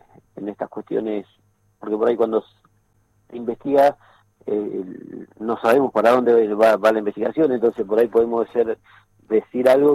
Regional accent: Chos Malal, Neuquén, Argentina; somos de Chosmalal

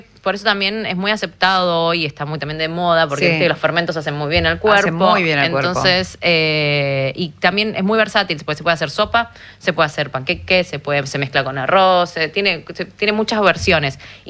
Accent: Argentina; born there; Yo soy argentina, sí

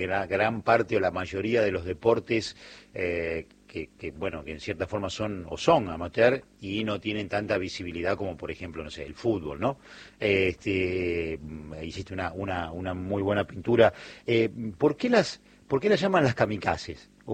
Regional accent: Lanús, Buenos Aires Province, Argentina; soy un hombre de Lanús

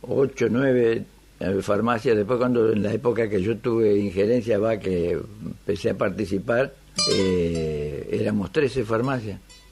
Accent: Freyre, Córdoba, Argentina; born there; Yo nací en Freire, provincia de Córdoba.

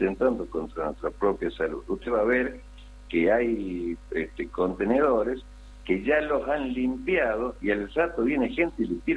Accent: Catamarca, Argentina; born there; Los que somos nacidos en Catamarca

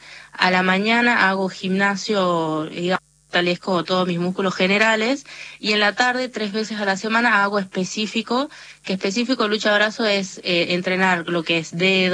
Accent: northern Argentina, Argentina; no sé, vos no tenés acento de Argentina, uh-huh, o no pareces argentina, y en realidad es porque soy norteña

